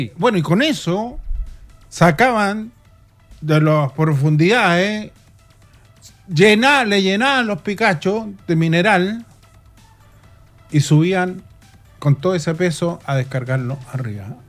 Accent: La Serena, Coquimbo, Chile; moved away; Yo vengo de la ciudad de La Serena, Coquimbo, ahí en la región de Coquimbo

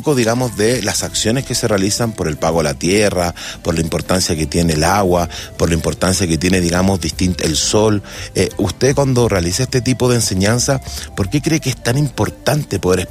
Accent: Calama, Antofagasta, Chile; yo soy de Calama

